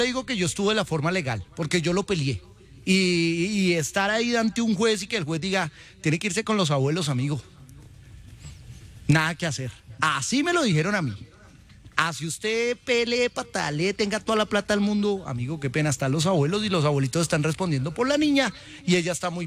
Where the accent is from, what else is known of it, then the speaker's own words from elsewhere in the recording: Bogotá, Colombia; Y yo soy Rolo y yo quiero mucho